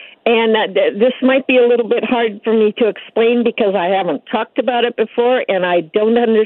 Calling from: Ashland, Oregon, United States; I'm in Ashland, Oregon, then.

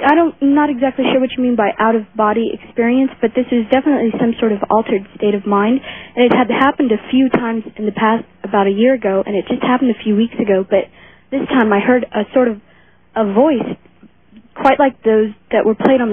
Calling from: Austin, Texas, United States; I'm in Austin, Texas.

